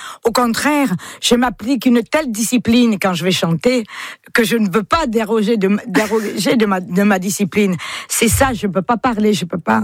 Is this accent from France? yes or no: yes; France; Je suis française et fière de l'être.